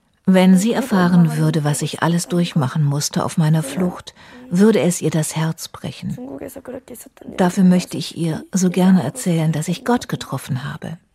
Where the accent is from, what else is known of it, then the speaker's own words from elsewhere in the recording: North Korea; German is a second language; now in Germany; Meine ganze Haltung zu Nordkorea ist anders geworden. Früher konnte ich nur mit Widerwillen an mein Heimatland denken.